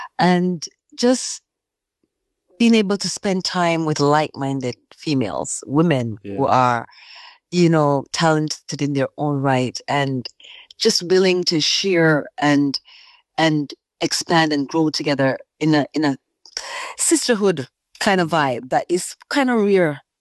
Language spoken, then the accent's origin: English; Clarendon, Jamaica; now in Toronto, Canada; So I was born and raised in Clarendon, Jamaica, a little ghetto town called Ausol, in the country part. Mm. I'm a country girl, a tomboy at heart for sure. Raised by my grandparents